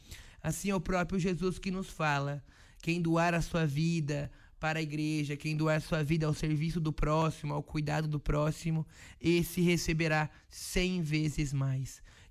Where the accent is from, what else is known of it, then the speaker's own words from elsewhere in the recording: São João do Sul, Santa Catarina, Brazil; moved away; a ordenação presbiteral … que será em São João do Sul, na minha cidade natal, lá em Santa Catarina.